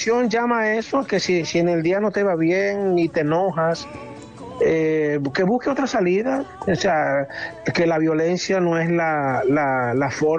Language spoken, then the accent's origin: Spanish; Baní, Peravia, Dominican Republic; una chica que es de mi pueblo, Vanileja también